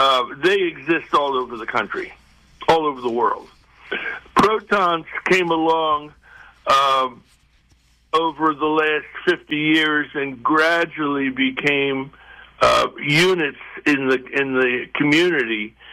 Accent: Spain; also born or lived in New Jersey, United States / Boston, United States / Houston, United States; now in Charlottesville, United States; I was born in New Jersey, but I had my formative years in the Mediterranean Basin. Finished high school in Spain and then came back to the U.S. for college, medical school at UVA, practiced in Boston, Houston, and then back in Charlottesville.

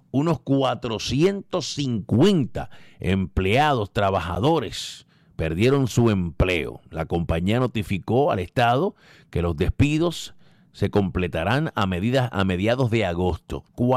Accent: Caguas, Puerto Rico; moved away; como dicen allá en mi pueblo, en Caguas, Puerto Rico.

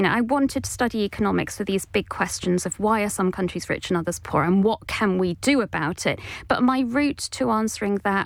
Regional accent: Oldham, North West England, United Kingdom; So I grew up in Oldham. Probably a century too late, because Oldham was really at its peak in 1890. It was part of the whole Manchester hub.

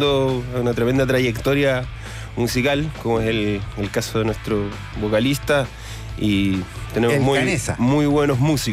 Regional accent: La Unión, Los Ríos, Chile; yo también soy de La Unión

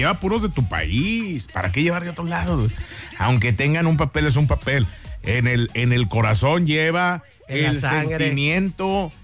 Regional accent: Mexico; Yo soy feliz siendo mexicano y gordo

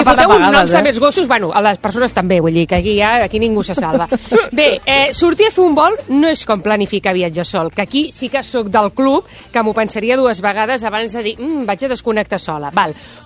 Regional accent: Badalona, Catalonia, Spain; No, a més, és que jo que sóc de Badalona

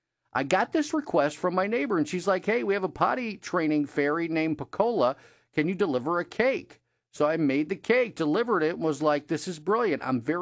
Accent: Toledo, Ohio, United States; I grew up on the western side of Lake Erie. I wonder if the people in my hometown of Toledo are going to be doing something similar in coming days.

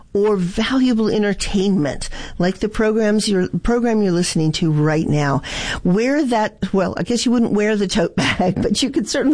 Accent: Colorado, United States; I'm originally from Colorado, so I've been grateful that NPR is covering a lot of the things that are happening in my home state as well

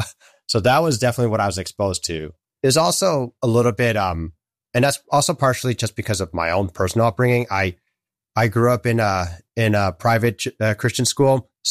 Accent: Fremont, California, United States; I grew up in Fremont, California, which if people may or may not know, that's pretty much in the heart of the Bay Area

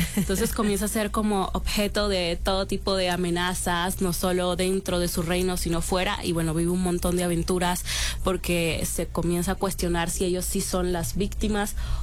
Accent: Colombia

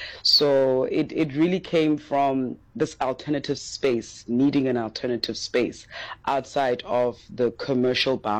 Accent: King William's Town, Eastern Cape, South Africa; the community that I was raised in King Williamstown.

